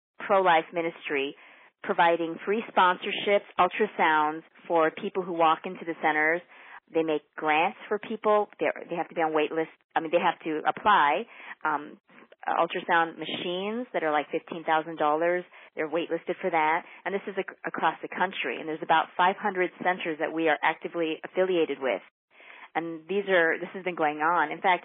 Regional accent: Los Angeles, California, United States; also born or lived in Toronto, Canada; now in Naples, United States; I was singing since I was 8 years old in Los Angeles because that's where I grew up.

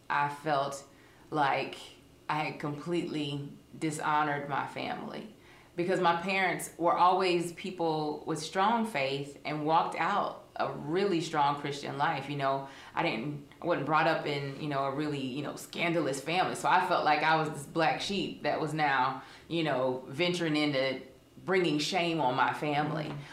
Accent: Augusta, Georgia, United States; Well, I grew up in Augusta, Georgia, daughter of a pastor and a wonderful wife.

